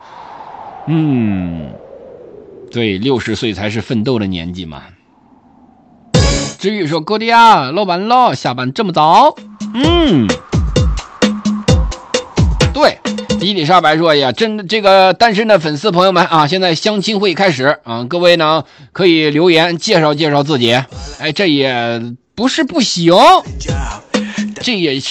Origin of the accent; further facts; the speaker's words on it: Shandong, China; 俺也是山东的